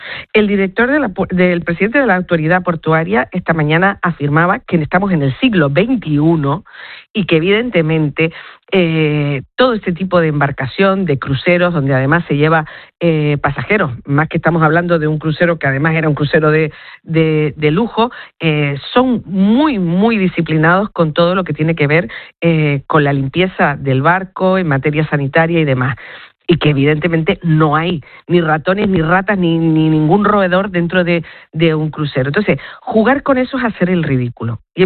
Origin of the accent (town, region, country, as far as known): Canary Islands, Spain